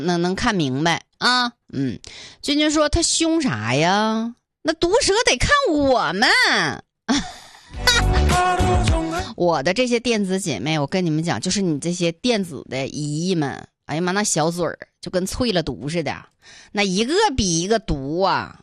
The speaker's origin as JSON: {"language": "Chinese", "region": "Northeast China", "country": "China", "said": "就是我们东北话说呢，就是习惯"}